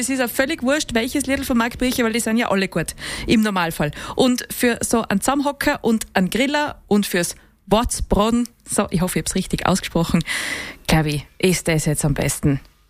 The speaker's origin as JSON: {"language": "German", "region": "Tyrol", "country": "Austria", "said": "So, muss ich natürlich übersetzen als Tirolerin."}